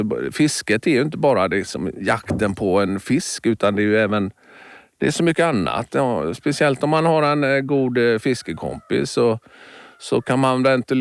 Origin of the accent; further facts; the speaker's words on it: Västra Götaland County, Sweden; Fjordar har vi i Bohuslän där jag växte upp.